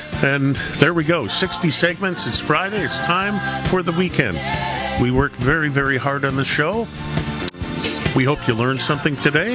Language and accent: English; Toronto, Ontario, Canada; also born or lived in Western Canada; I lived in Western Canada for a little while. I really, really liked it. But when people would say, so where are you from … ? I'd say, I'm from Toronto.